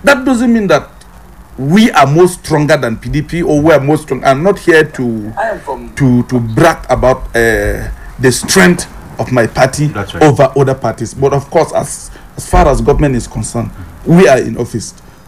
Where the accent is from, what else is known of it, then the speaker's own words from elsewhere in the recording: Pankshin, Plateau, Nigeria; I am from Pangshin